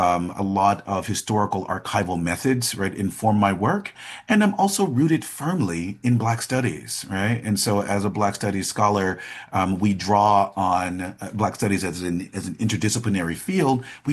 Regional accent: Mississippi, United States; moved away as an adult; also born or lived in New York City; I moved from Mississippi, where Tougaloo is and where I was born and raised, to New York City.

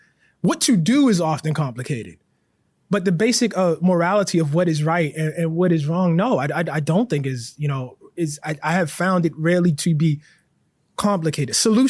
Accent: Baltimore, Maryland, United States; I could have dropped anybody from the neighborhood that I grew up in West Baltimore, on the West Bank.

